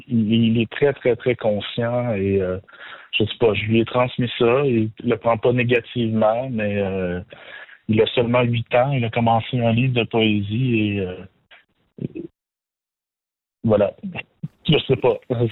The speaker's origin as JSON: {"language": "French", "region": "Quebec", "country": "Canada", "tie": "born or raised there"}